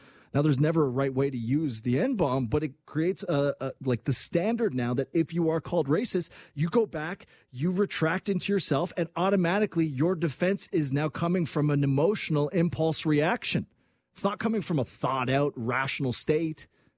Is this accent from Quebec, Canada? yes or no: yes; Quebec, Canada; and I'll do my Francois Champlain impression, because I am from Quebec. That's not racist or bigoted if I do it, being a semi-French Canadian.